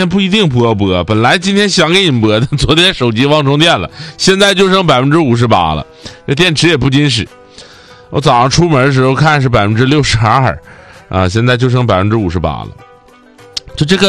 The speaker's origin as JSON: {"language": "Chinese", "region": "Northeast China", "country": "China", "accent": "Northeastern Mandarin", "said": "我们东北话啊，就越活越回旋。"}